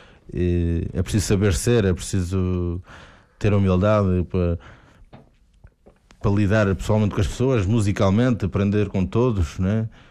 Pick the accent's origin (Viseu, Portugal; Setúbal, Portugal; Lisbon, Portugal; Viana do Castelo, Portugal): Viseu, Portugal; mas eu que venho de Viseu, por exemplo, há lá uma casa de fados que dá uma vez fados por semana, com malta da terra